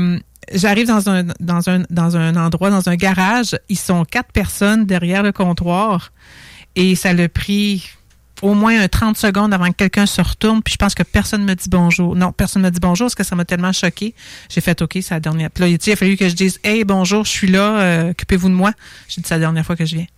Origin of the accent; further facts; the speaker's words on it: Quebec, Canada; Maude, elle vient de mon coin de pays. Moi, je suis à Galix.